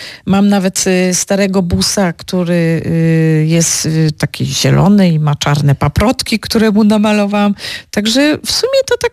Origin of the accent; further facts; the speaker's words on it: Masów, Opole Voivodeship, Poland; bo no jestem taką Dziołchą z Masowa. Po prostu mieszkam na śląskiej wsi, jestem w połowie Ślązaczką